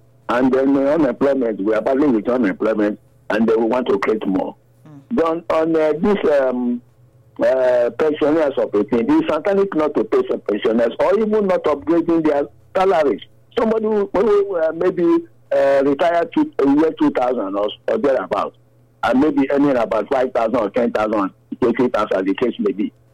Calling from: Nigeria; I'm calling from Mugbesa community.

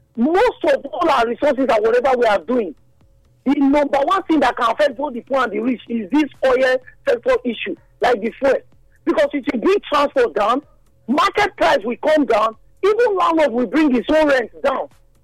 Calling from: Nigeria; I'm calling you from Ogiga.

